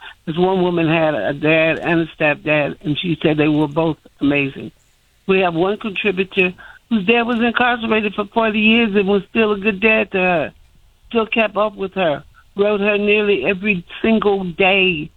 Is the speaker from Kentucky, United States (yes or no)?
yes; Louisville, Kentucky, United States; now in Chicago, United States; I'm a transplant, even though I've been here forever. I came here from Louisville, Kentucky, and I've loved Chicago from day one.